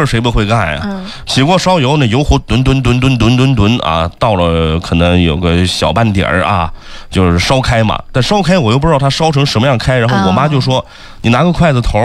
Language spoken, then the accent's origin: Chinese; China; 中国人我们中国人